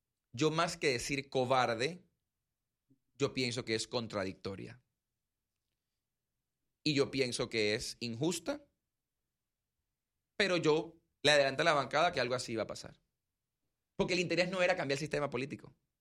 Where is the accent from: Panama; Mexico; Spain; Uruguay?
Panama